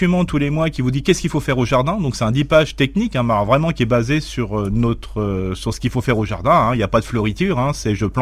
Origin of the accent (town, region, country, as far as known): Grand Est, France